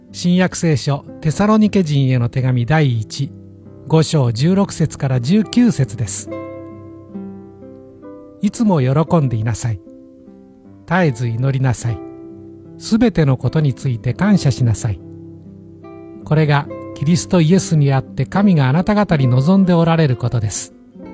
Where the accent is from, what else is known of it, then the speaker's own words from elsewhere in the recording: Kanto, Japan; moved away; also born or lived in Oregon, United States; 私は秋晴れと冬の青空に慣れた関東出身です。